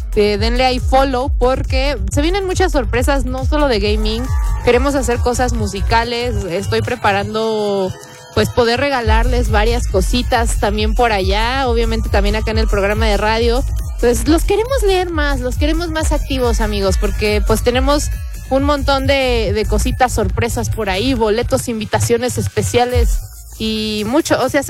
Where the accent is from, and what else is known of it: Mexico